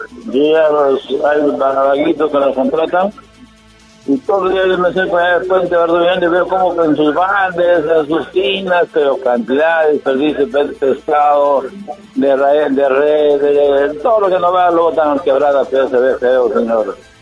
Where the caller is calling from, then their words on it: Jaén, Cajamarca, Peru; de aquí de Jaén.